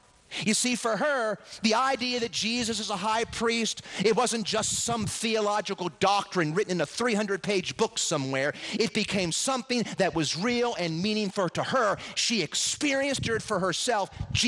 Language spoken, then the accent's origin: English; Pennsylvania, United States; in my home state of Pennsylvania, where I'm originally from.